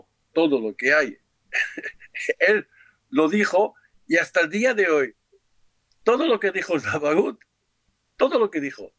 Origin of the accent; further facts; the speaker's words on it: Morocco; Yo, para mí, como de marroquí, yo digo la diplomacia marroquí, chapó.